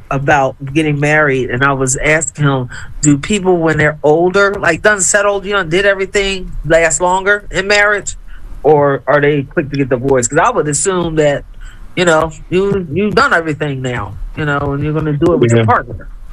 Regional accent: Cincinnati, Ohio, United States; moved away; also born or lived in Philadelphia, Pennsylvania / New Jersey / Atlanta, Georgia; I'm a Cincinnatian, lived 30 years in Philly, 30 years in Jersey, and 5 years in Atlanta.

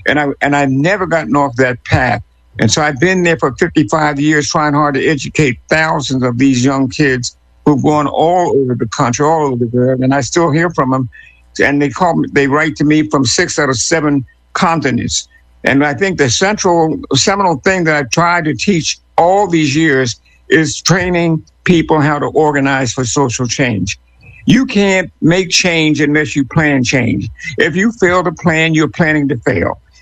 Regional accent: Philadelphia, Pennsylvania, United States; also born or lived in Atlantic City, New Jersey; I grew up in the Black Bottom, 36 and Marcus Street

